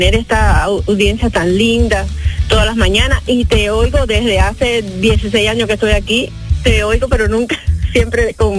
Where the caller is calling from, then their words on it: Miami, Florida, United States; yo vivo aquí en Miami.